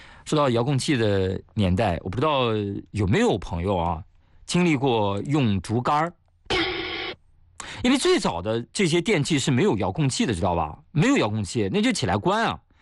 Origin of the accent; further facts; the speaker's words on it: Shanxi, China; 我给大家推荐一个非常好的在暑假可以去的地方，那就是我的老家山西